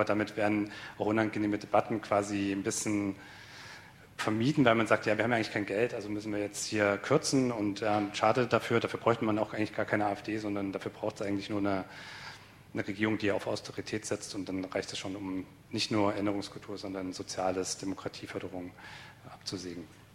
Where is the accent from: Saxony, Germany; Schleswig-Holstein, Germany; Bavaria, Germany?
Saxony, Germany; Also ich bin ja aus Sachsen